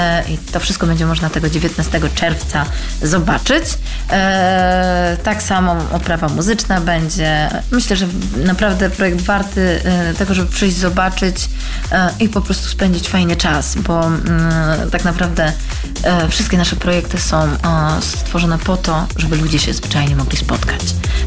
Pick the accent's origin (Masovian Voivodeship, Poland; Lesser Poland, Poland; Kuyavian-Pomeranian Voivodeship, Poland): Kuyavian-Pomeranian Voivodeship, Poland; Złotniki Kujawskie; Ja pochodzę z gminy Złotniki Kujawskie, parafia w Lisowie Kościelnym. I zawsze, jak byłam małym dzieckiem, zawsze podziwiałam witraże